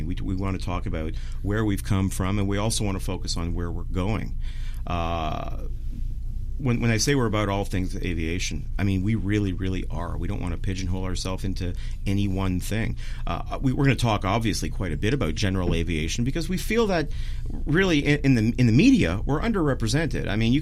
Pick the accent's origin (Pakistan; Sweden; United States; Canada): Canada; Toronto, Ontario; I'm from Toronto, Ontario, and we have production facilities in Vancouver, BC as well.